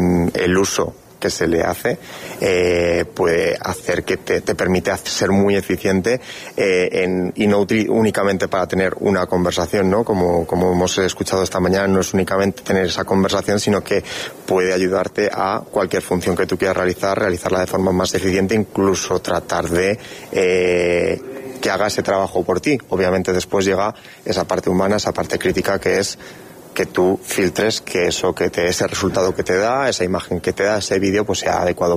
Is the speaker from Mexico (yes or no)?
no; Calatayud, Aragon, Spain; Yo soy de aquí, de Calatayud